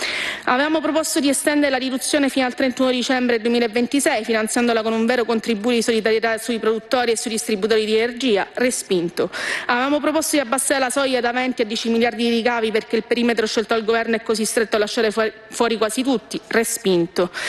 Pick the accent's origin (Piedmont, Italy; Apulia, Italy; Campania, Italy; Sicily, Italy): Sicily, Italy; mi consente un passaggio sulla mia terra, sulla Sicilia